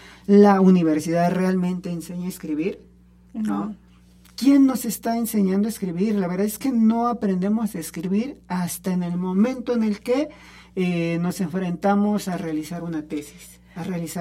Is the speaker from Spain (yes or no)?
no; Zacapoaxtla, Puebla, Mexico; moved away; mi pueblo no ha salido de mí, la libertad de Zacapuaxtla no ha salido de mí, mi lengua, mi cultura no ha salido de mí